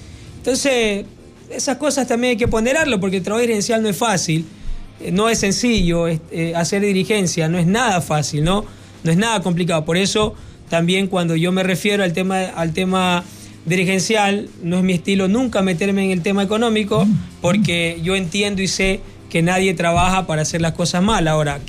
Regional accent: Portoviejo, Manabí, Ecuador; porque soy de acá de Puerto Viejo

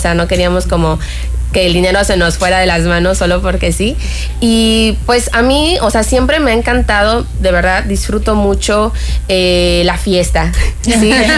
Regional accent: Mexico

